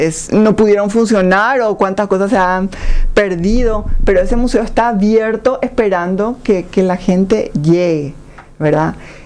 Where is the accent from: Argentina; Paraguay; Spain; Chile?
Paraguay; es una obligación como paraguayos sentirnos